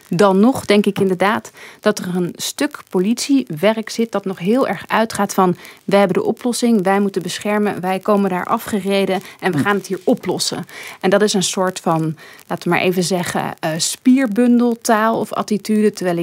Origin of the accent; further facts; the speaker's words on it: Netherlands; Zeker voor mij als Nederlandse. Bij ons hebben politieagenten minstens 3 jaar opleiding.